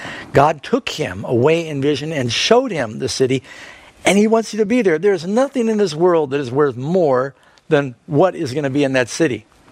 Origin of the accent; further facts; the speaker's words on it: Manhattan, New York, United States; also born or lived in Los Angeles, United States / Miami, United States; I grew up in Manhattan, lived in Miami, Los Angeles, born in Los Angeles.